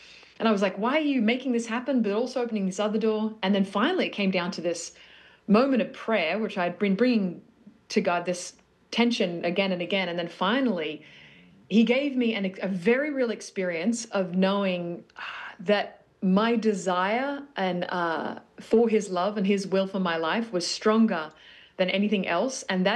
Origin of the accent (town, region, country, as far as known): Australia